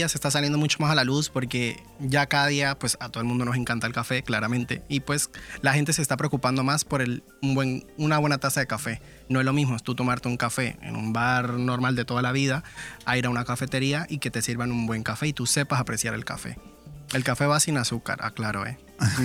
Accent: Venezuela; now in Villajoyosa, Spain; soy venezolano, me encanta mi país

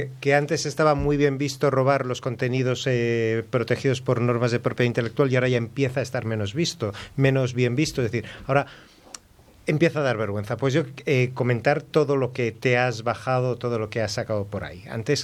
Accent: Basque Country, Spain; yo que soy vasco

